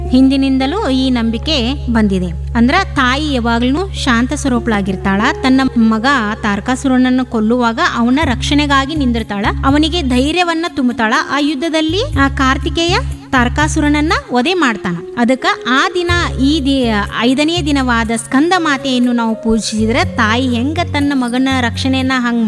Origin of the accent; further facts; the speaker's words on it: Belagavi, Karnataka, India; ಬೆಳಗಾವಿ ಅಂದ್ರೆ ನಾವು ಬೆಳಗಾವದವರು.